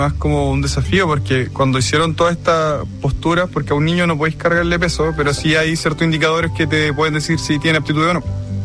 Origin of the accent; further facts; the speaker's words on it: Temuco, Araucanía, Chile; Tengo 35 años, yo nací en Temuco.